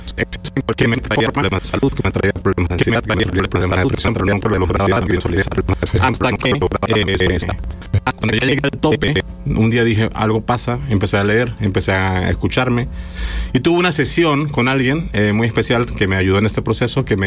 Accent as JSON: {"language": "Spanish", "country": "Venezuela", "moved": "as an adult", "lives_now": "Monterrey, Mexico", "said": "Venezuela"}